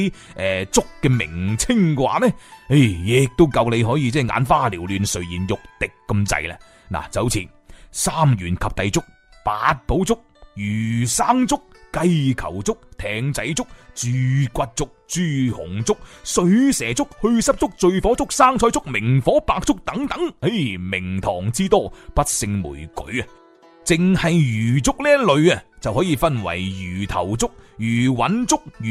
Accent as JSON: {"language": "Cantonese", "town": "Guangzhou", "region": "Guangdong", "country": "China"}